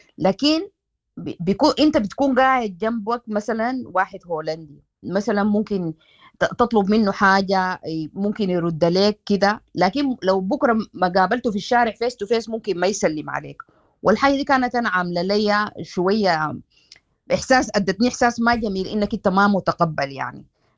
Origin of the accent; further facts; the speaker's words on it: Sudan; كسودانيين أنا